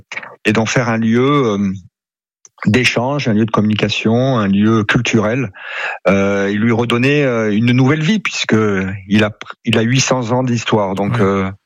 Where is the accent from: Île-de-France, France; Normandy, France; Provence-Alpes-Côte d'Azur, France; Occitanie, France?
Provence-Alpes-Côte d'Azur, France; Je suis haut alpin, j'aime mon territoire, je suis originaire du Queyras